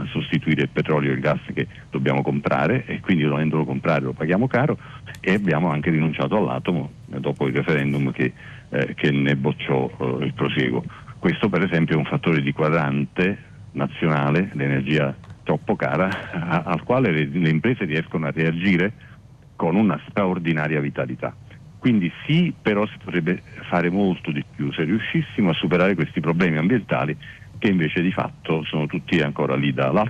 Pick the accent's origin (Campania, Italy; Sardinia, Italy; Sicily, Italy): Campania, Italy; Naples; io sono napoletano di origine, c'è un bellissimo proverbio che afferma